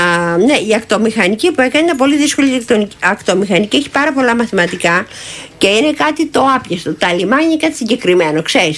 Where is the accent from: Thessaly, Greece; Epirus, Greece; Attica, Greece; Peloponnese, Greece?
Attica, Greece; Athens; Γέννημα Θρέμα, εγώ γεννήθηκα στην Αθήνα, ο πατέρας μου ήταν Καλαματιανός και η μητέρα μου Κυρκυραία.